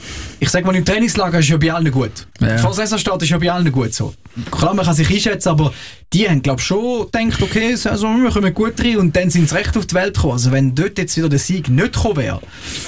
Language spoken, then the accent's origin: German; Switzerland; eben als Schweizer kennst du die anderen Ligen nicht so